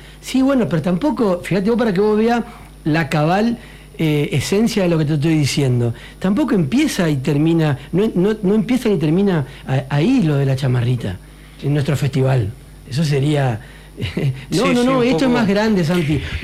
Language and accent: Spanish; Diamante, Entre Ríos, Argentina; esto no es en contra ni de mi pueblo que amo